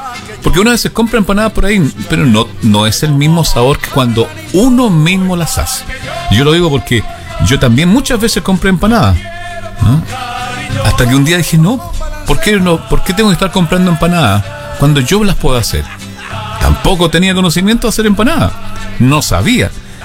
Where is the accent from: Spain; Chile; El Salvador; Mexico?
Chile; moved away; Nosotros como chilenos que estamos fuera de nuestra patria